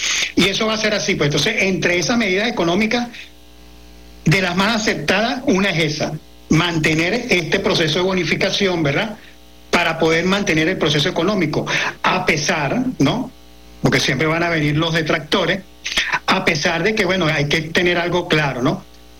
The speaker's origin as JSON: {"language": "Spanish", "region": "La Guaira", "country": "Venezuela", "said": "soy del Estado de La Guaira, vivo allá"}